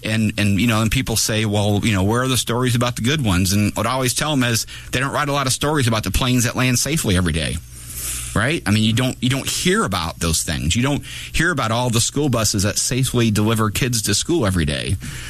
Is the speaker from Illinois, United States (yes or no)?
yes; Divernon, Illinois, United States; born or raised there